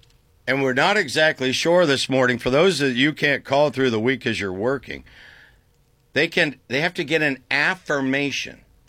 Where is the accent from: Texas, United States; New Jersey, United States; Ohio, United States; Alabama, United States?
Ohio, United States; Tuscarawas County; Now, I grew up in Amish country, Tuscarawas County.